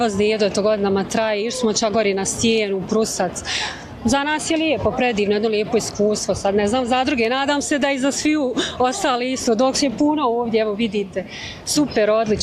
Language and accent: Bosnian; Turbe, Federation of Bosnia and Herzegovina, Bosnia & Herzegovina; dolazim iz Turbeta, tači je Ljubin Han, pa eto lijepo, svake godine smo ovdje